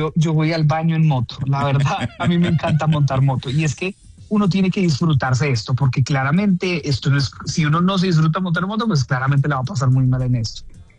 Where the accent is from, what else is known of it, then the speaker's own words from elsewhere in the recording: Colombia; moved away; Yo quiero mucho a mi país y poderles dar esa emoción a las personas y contarles como si desde Colombia vine acá